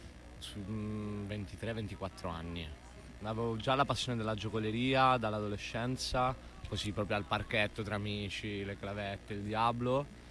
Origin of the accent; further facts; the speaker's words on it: Catania, Sicily, Italy; Io sono catanese